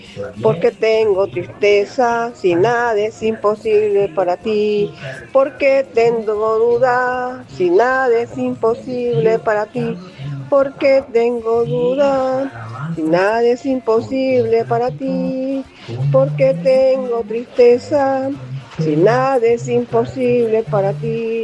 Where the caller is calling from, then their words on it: Nicaragua